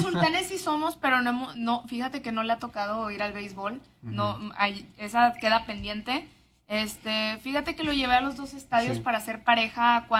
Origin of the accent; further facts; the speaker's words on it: Monterrey, Nuevo León, Mexico; yo creo que desde que estaba chiquita, y a todos los que nacimos, crecimos aquí en Monterrey